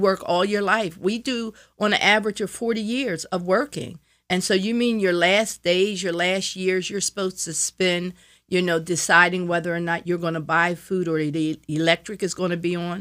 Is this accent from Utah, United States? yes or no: no; Philadelphia, Pennsylvania, United States; I grew up in West Philadelphia, 52nd and Wyalusing, and 60th and Catherine.